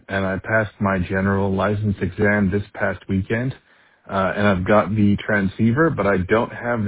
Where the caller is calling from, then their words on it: Foster City, California, United States; So I am in Foster City, California, which is about 15 miles south of Sa